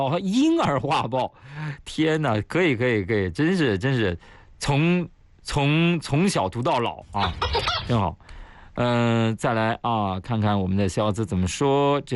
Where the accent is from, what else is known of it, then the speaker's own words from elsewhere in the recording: Shanxi, China; 有一年我跟我的弟弟，我们两个一起回我的老家山西啊。去祭祖